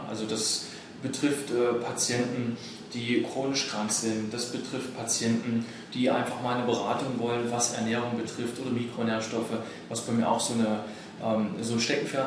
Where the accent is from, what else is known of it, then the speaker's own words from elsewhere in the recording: Halle, Saxony-Anhalt, Germany; Ich komme aus Halle und Halle hat in dem Umkreis geschaut, was ist so eine halbe Stunde bis 40 Minuten von meinem Wohnort entfernt.